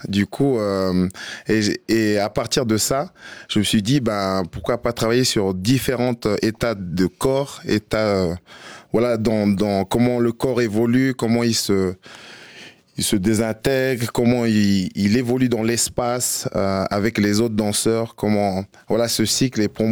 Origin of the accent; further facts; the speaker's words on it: New Caledonia; now in La Chaux-de-Fonds, Switzerland; je viens de la Nouvelle-Calédonie, c'est dans le Pacifique, c'est à côté de l'Australie, et je fais partie du peuple mélanésien.